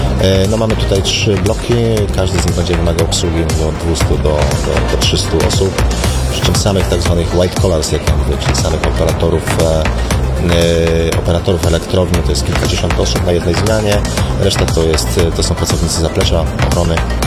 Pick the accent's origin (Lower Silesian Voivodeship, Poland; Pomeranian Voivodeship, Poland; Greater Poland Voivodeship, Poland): Pomeranian Voivodeship, Poland; jestem tam Pomorzaninem. Nie urodziłem się w Gdańsku, ale jestem z Pomorza i doceniam walory tej części Polski.